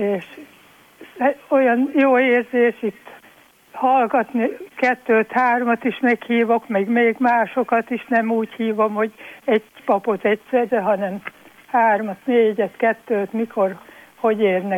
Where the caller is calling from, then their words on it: Hernád, Pest, Hungary; Én Hernádról vagyok … 87 éves újságkihordó önkéntesük vagyok.